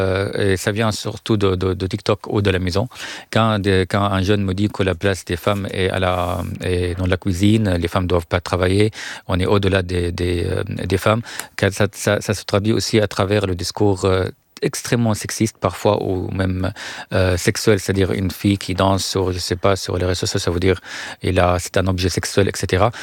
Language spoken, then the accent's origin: French; Syria; je viens de la Syrie, ça c'est le Liban, ça c'est Israël.